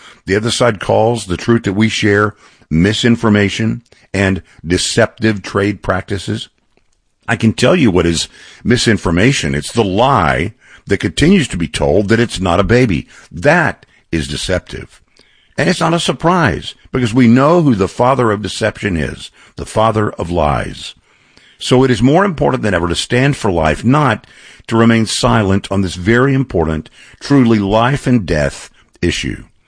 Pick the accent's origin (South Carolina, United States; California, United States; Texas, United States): Texas, United States; It's not true in my home state of Texas.